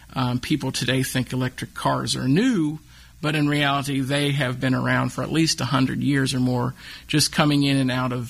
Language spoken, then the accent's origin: English; Wytheville, Virginia, United States; Okay, well, I grew up here in Wytheville, so I'm a local citizen, obviously, growing up here.